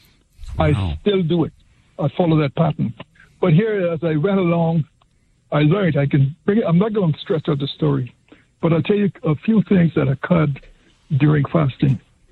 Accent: Bahamas; I'm from the Bahamas, and my family were, my grandmother was custodian for the church.

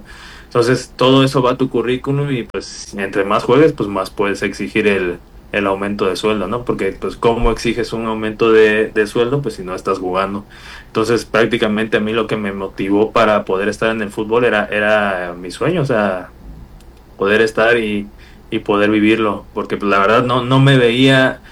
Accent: San Juan Evangelista, Veracruz, Mexico; vacaciones en mi casa en San Juan Evangelista, bueno, casa de mis papás en San Juan Evangelista, en mi pueblito.

